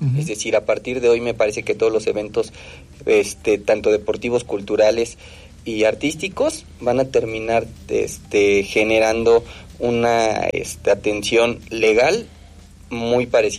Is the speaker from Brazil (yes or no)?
no; Mexico